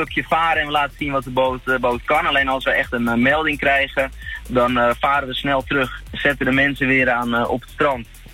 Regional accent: Zandvoort, North Holland, Netherlands; Ik ben opgegroeid in Zandvoort

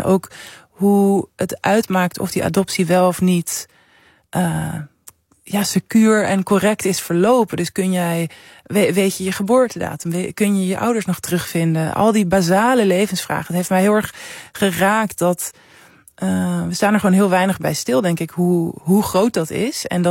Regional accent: Amsterdam, North Holland, Netherlands; ik ben opgegroeid in Centrum Amsterdam en ik heb, ik zat ook op een basisschool, een beetje in de grachtengordel.

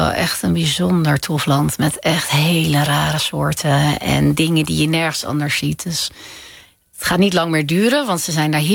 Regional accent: Zeist, Utrecht, Netherlands; In Zeist, dus dat is niet per se super buiten. Mijn vader, mijn ouders komen uit Soest, dat is wat meer een boerendorp.

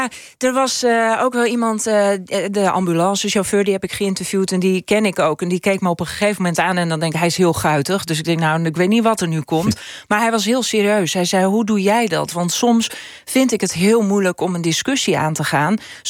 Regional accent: Friesland, Netherlands; first language Frisian; now in Ameland, Netherlands; Maar Fries is mijn moedertaal. Toen ik naar Ameland ben verhuisd, binnen no time was ik gewoon... Het Amelands had ik eigen gemaakt.

